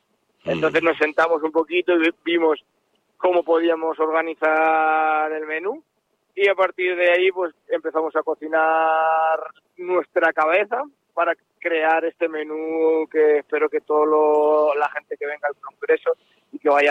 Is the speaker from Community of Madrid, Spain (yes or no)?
yes; Madrid, Community of Madrid, Spain; now in Canary Islands, Spain; Yo al final soy madrileño.